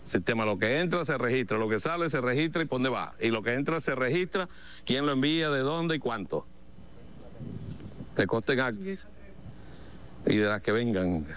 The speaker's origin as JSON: {"language": "Spanish", "country": "Venezuela", "said": "somos los venezolanos"}